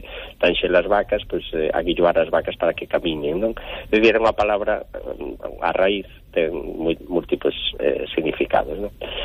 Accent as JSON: {"language": "Galician", "region": "Galicia", "country": "Spain", "said": "tiña un amigo que é da lá da miña terra, que é dunha aldea que se chama Fumaces."}